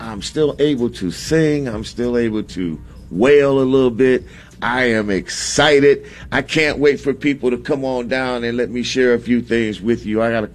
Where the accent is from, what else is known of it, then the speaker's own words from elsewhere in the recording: Gary, Indiana, United States; when I was real young, man, growing up in Gary, Indiana